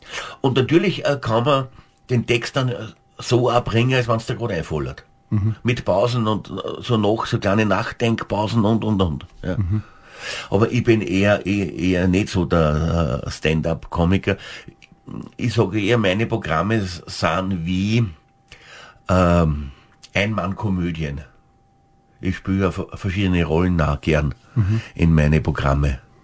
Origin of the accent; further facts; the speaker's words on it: St. Pölten, Lower Austria, Austria; also ich liebe mein Heimatort, St. Pölten